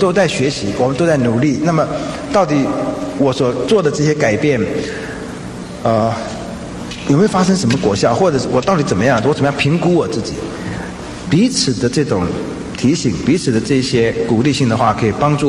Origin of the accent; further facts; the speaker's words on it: China; 因为我们中国人的社会或者东方的社会，多多少少有一种大男人主义的成分